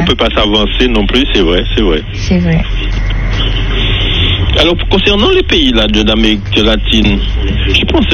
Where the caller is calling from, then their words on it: France; effectivement, je suis français.